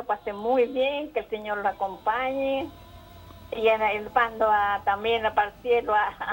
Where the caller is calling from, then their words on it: Chillán, Ñuble, Chile; De aquí, de Chillán.